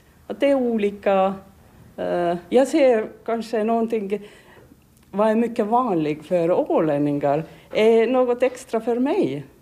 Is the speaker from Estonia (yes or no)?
yes; Tallinn, Harju County, Estonia; Att jag kom från Tallinn och det är alldeles annorlunda där.